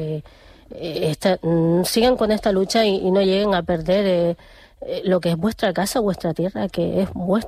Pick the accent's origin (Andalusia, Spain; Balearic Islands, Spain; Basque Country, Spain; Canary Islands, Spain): Canary Islands, Spain; yo ahora mismo hablo como canaria, más que como locutora